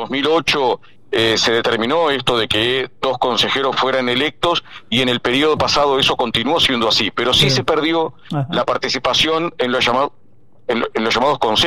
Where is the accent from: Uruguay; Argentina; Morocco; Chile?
Uruguay; interior; la mayoría de quienes integramos la lista somos del interior, yo mismo soy del interior del país, y de hecho recorro todo el país desde hace muchos años